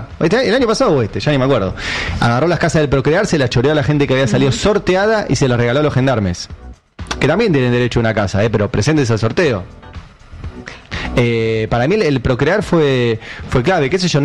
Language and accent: Spanish; Catalonia, Spain; Hay uno, yo soy catalán también, por eso me propongo para asesorar campañas.